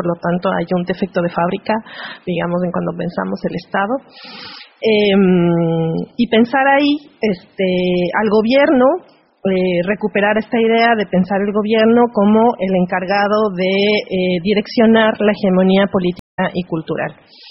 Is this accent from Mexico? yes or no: no; Ecuador; vengo de Ecuador